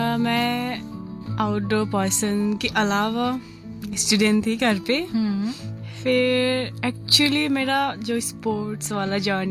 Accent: Nepal; now in India; वैसे मैं नेपाल से हूँ, बिलोंग वहीं से करती हूँ, बट अभी मेरा शादी हुआ है यहाँ पर।

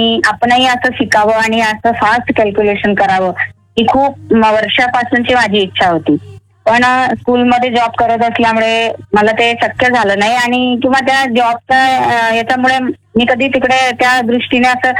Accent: Muktainagar, Maharashtra, India; also born or lived in Varangaon; मी मूळची तशी जळगाव जिल्ह्यातील भुसावळ तालुक्यातील वरणगाव आहे तिथले आहे. माझं सासर तिथलं आहे आणि माहेर माझं भुसावळ तालुक्यातील मुक्ताईनगर इथलं माहेर आहे माझं.

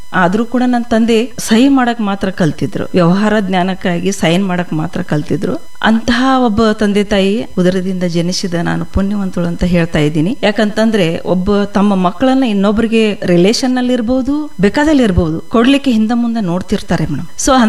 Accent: Ankali, Karnataka, India; also born or lived in Halatti, Chikkodi taluk; ನನ್ನ ಬಾಲ್ಯ ಎಲ್ಲ ಅಂಕ್ಲಿ ಗ್ರಾಮದಲ್ಲೇ ಆಗಿರೋದು, ನಮ್ಮ ಅತ್ತೆ ಸೋದರತ್ತೆ ಮನೆಯಲ್ಲಿ.

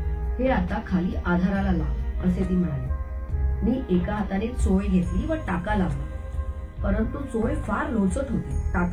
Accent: Maharashtra, India; आमच्या कोकणात ना एक म्हण आहे, पत्रावळी आधी द्रोणा तो जावई शहाणा.

